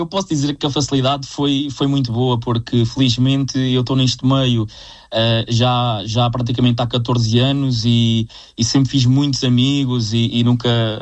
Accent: Centro, Portugal; começar aqui, onde eu nasci, onde eu fui educado, onde eu tenho as pessoas que mais gosto

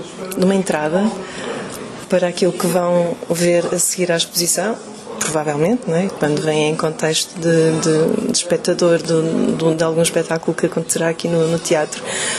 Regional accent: Porto, Norte, Portugal; Pronto, do Funchal foi para o Porto, que é a minha cidade natal

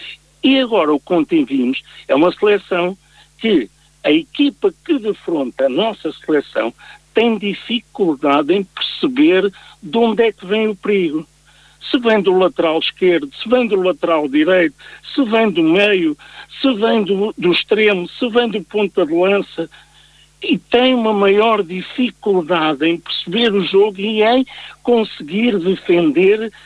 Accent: Portugal; nós somos portugueses

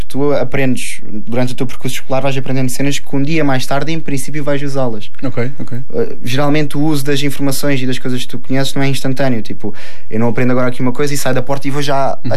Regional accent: Algarve, Portugal; accent: Algarvian; Sou algarvio, não sou lisboeta, não sou nortenho, não sou outra coisa.

